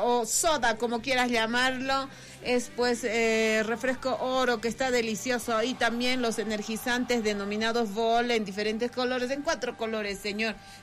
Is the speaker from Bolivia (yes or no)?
yes; Bolivia